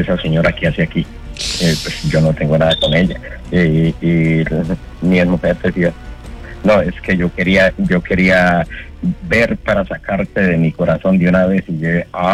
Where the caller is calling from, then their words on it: Candelaria, Valle del Cauca, Colombia; te llamo desde Villa Gorgona, Candelaria, Valle del Cauca.